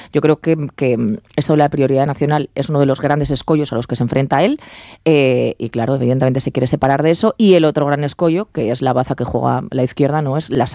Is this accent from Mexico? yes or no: no; Aragon, Spain; y en Segovia cuando iba a los veranos, evidentemente porque soy maña.